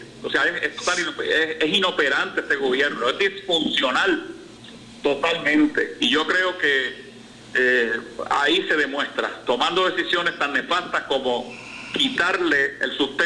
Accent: Puerto Rico; Yo fui alcalde 24 años y yo tuve que vivir la experiencia del huracán María, que fue el impacto más catastrófico en la historia moderna de mi pueblo y de Puerto Rico.

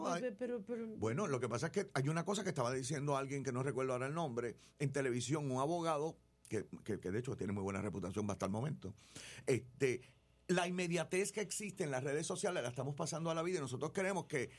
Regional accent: Puerto Rico; Gente que ama Puerto Rico porque somos puertorriqueños y porque además de esto nuestra isla es maravillosa.

